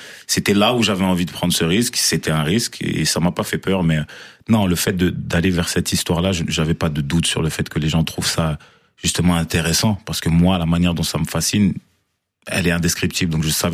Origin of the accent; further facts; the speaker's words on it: Marseille, Provence-Alpes-Côte d'Azur, France; Moi, je suis né quand même en 1996, je suis né à Marseille.